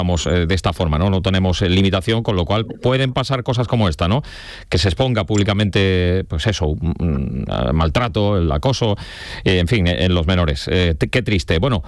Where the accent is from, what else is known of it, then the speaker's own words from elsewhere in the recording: Jaén, Andalusia, Spain; Las expresiones típicas en Jaén, por ejemplo, en mi tierra se dice la vística, ¿eh?